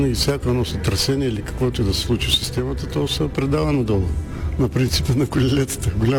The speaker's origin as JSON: {"language": "Bulgarian", "town": "Smolyan", "region": "Smolyan Province", "country": "Bulgaria", "tie": "born or raised there", "moved": "as an adult", "lives_now": "Plovdiv, Bulgaria", "said": "Аз съм кореняк смолянчанин, там съм драснал."}